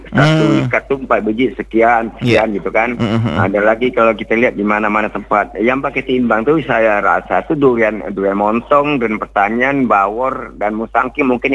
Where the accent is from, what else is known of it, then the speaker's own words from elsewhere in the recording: Terempa, Riau Islands, Indonesia; Karena kalau saya di Terempak, di kampung saya tuh, saya pun juga punya kebun durian Bung Rizky.